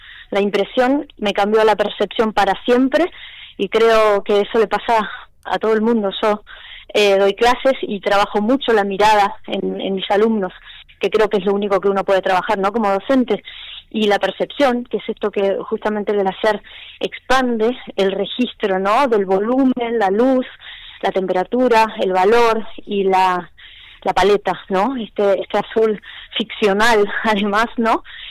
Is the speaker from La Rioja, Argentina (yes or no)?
no; Río Gallegos, Santa Cruz, Argentina; yo soy de Gallegos, ahí vamos, hace muchísimo tiempo